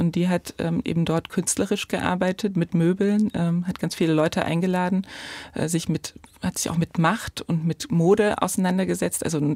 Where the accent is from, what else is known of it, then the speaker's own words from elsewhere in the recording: Frohburg, Saxony, Germany; moved away; Ich sage, ich komme aus der Nähe von Leipzig, in Ostdeutschland.